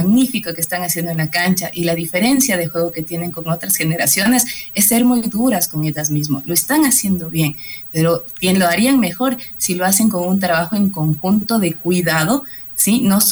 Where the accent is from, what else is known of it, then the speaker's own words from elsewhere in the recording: Ecuador; como selección del Ecuador, como jugadoras ecuatorianas